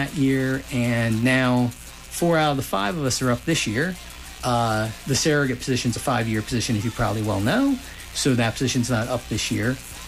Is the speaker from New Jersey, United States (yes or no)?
yes; Hopewell Township, New Jersey, United States; so I grew up in Hopewell, as you mentioned. I went to Hopewell Township, elementary school, graduated Cumberland Regional, went to Rowan